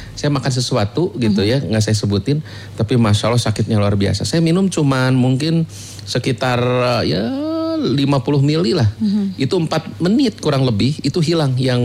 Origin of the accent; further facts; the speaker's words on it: Bandung, West Java, Indonesia; Saya orang Bandung, saya cinta orang Bandung.